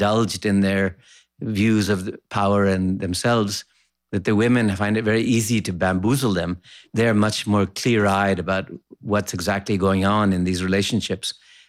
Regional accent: Lahore, Punjab, Pakistan; I was brought up in Lahore, and we had these, wonderful old, they're called servants, I guess.

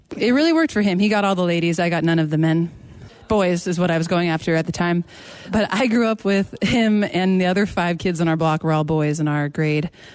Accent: San Diego, California, United States; I grew up in San Diego

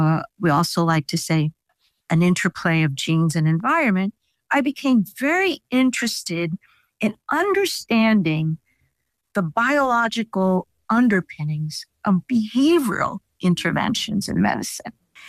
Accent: Italy; first language Italian; English is a second language; the book was originally written in Italian, which is my mother tongue.

